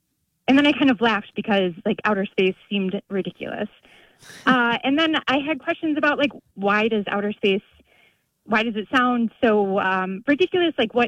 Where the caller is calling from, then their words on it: Madison, Wisconsin, United States; I'm calling from Madison, Wisconsin.